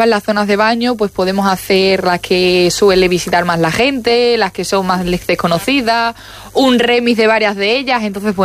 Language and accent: Spanish; Extremadura, Spain; como extremeños sabemos dónde está.